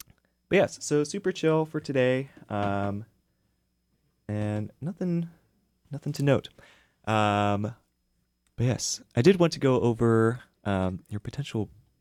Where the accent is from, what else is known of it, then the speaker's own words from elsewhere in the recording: California, United States; moved away; I'm from SoCal.